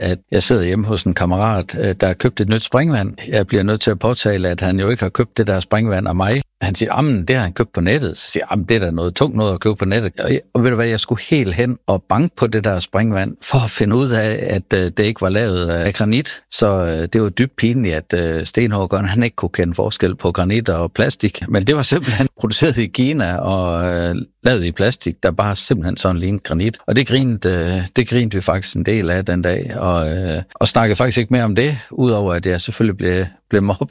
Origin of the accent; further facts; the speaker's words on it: North Denmark Region, Denmark; moved away as an adult; now in Skive, Denmark; Det lader sig jo ikke fornægte, at jeg er nordjyde og født i Nordjylland, men dengang, at jeg skulle i lære, der måtte man flytte lidt efter lærepladserne.